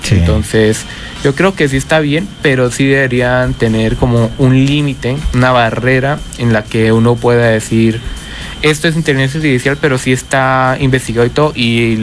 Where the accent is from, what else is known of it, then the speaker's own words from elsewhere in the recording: Piedecuesta, Santander, Colombia; porque yo soy de Piedecuesta